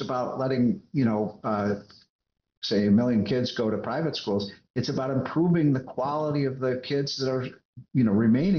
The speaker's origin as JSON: {"language": "English", "town": "Chicago", "region": "Illinois", "country": "United States", "said": "I'm from Chicago."}